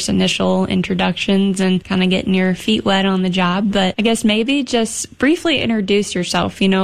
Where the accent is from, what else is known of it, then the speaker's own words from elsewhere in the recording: Nebraska, United States; now in South Dakota, United States; I feel like I grew up in Nebraska